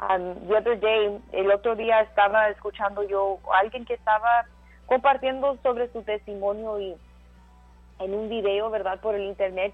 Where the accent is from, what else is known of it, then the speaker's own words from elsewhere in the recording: Donna, Texas, United States; Muchos nos preguntan de dónde estamos. Pues we're from Donna, somos de Donna.